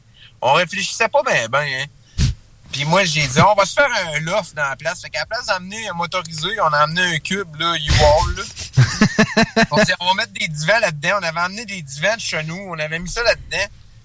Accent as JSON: {"language": "French", "area": "Bellechasse", "region": "Quebec", "country": "Canada", "said": "Je viens de Bellechasse puis je viens de la Beauce"}